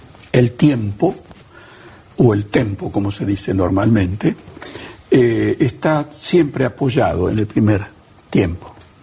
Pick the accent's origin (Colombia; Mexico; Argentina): Argentina; moved away; Sabían que yo era argentino